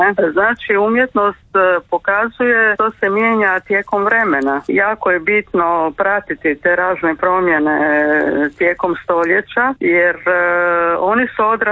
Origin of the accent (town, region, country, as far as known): Croatia